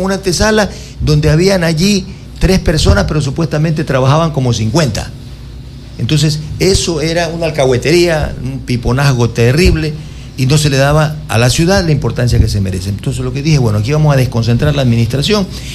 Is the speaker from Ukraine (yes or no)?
no; Quevedo, Los Ríos, Ecuador; mi ciudad natal, que es Quevedo.